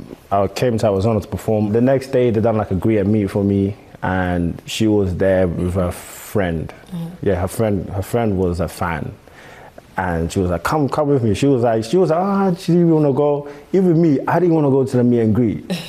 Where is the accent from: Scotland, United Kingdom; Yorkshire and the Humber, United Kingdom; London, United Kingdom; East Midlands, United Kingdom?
London, United Kingdom; I was like, yeah, of course I'm from London.